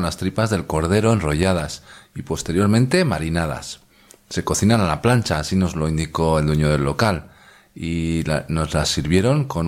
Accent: Basque Country, Spain

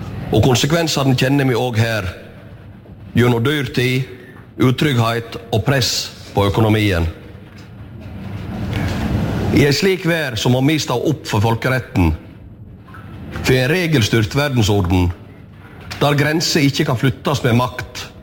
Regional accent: Solvorn, Vestland, Norway; Første livåret mitt da vokste jeg opp i Solvården. Far min var lensmannsdrenger inne.

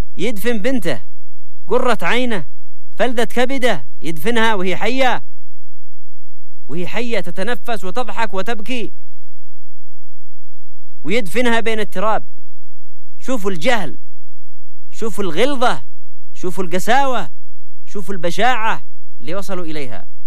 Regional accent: Yemen; وأنا عايشين عندنا في اليمن

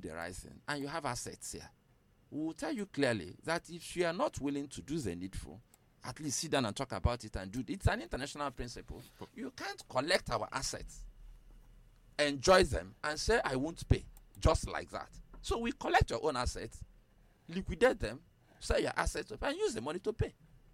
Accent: Nigeria; as a Nigerian

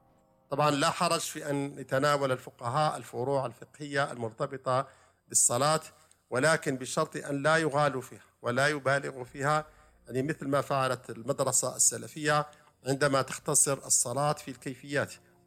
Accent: Algeria; عندنا في الجزائر، المذهب المالكي في الجزائر

